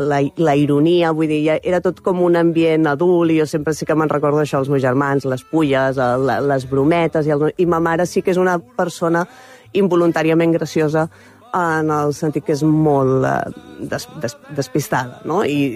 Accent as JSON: {"language": "Catalan", "town": "Mataró", "region": "Catalonia", "country": "Spain", "tie": "born or raised there", "said": "Bueno, jo soc de Rocafonda també, com el Lamin Jamal, i jo recordo..."}